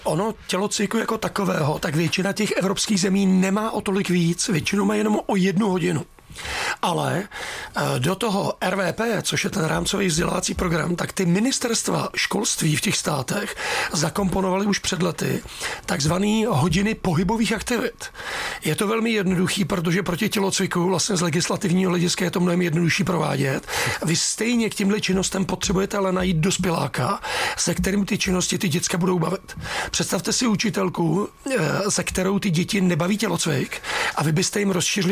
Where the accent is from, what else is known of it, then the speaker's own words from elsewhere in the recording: Příbram, Central Bohemian Region, Czechia; No samozřejmě, já jsem Příbramák, jsem z Brd, takže já jsem tam je opět stupňů neustále méně než Praze.